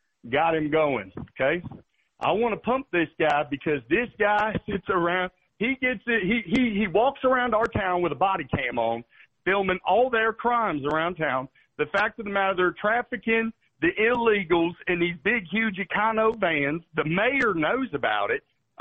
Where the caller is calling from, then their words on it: Indiana, United States; It's a beautiful day here in Indiana